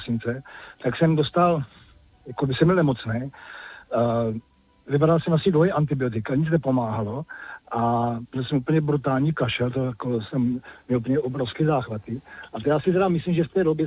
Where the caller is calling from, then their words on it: Brno, South Moravian Region, Czechia; Já jsem teda jako z Brna.